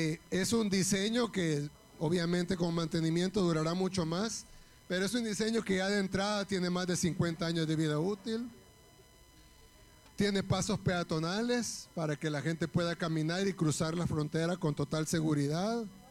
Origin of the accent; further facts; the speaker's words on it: El Salvador; una buena parte de los salvadoreños hemos cruzado el puente actual